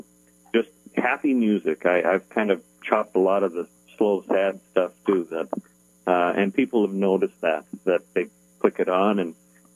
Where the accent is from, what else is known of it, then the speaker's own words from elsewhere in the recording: Canada; Due to the exclusive content or rare content, I'm originally from Canada, and a lot of that mus